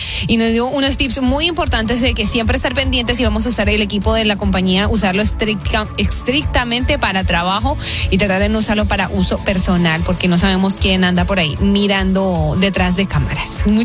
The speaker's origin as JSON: {"language": "Spanish", "country": "United States", "tie": "born or raised there", "said": "diferente a personas como yo, que por ejemplo crecimos en los Estados Unidos"}